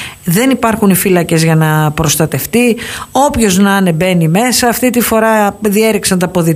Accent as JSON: {"language": "Greek", "town": "Megali Chora", "region": "Western Greece", "country": "Greece", "said": "με τη Δάφνη Μεγάλης Χώρας, από το χωριό μου."}